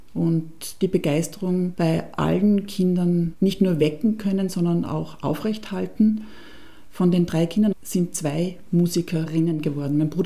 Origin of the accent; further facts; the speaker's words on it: Judenburg, Styria, Austria; Ich bin in Judenburg auf die Welt gekommen und groß geworden.